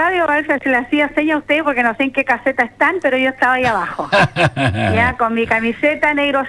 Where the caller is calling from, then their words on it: Iquique, Tarapacá, Chile; Yo soy iquiqueña al 20.000% y mi ciudad la amo.